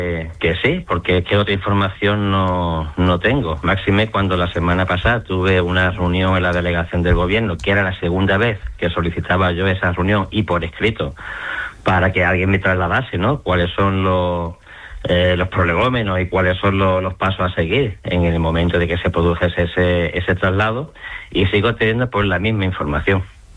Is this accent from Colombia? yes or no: no; Ceuta, Spain; somos los ceutíes los responsables de esta invasión, y ya está bien, ¿no? Porque el pueblo de Ceuta lo que necesit